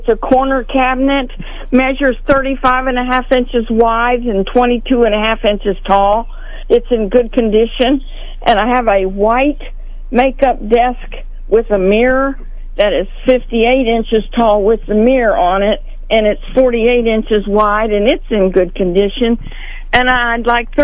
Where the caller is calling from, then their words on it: Marshall Junction, Missouri, United States; I'm in the Marshall Junction area, about 4 miles south.